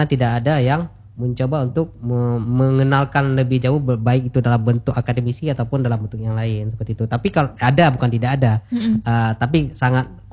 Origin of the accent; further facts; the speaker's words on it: Aceh, Indonesia; kita orang Aceh